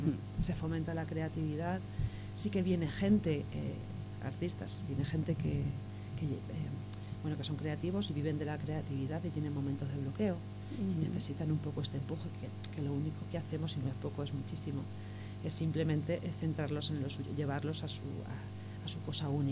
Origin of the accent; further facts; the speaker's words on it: Miguel Turra, Castilla-La Mancha, Spain; moved away as an adult; Yo soy de Miguel Turra, ¿no? Como de volver a mi tierra, a mi familia, amigos